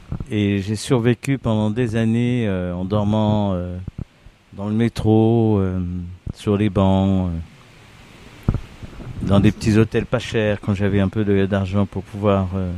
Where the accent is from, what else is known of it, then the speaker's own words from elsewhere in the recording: Paris, Île-de-France, France; born there; also born or lived in Avignon; j'ai grandi jusqu'à l'âge de 9 ans à Paris, à Ménilmontant.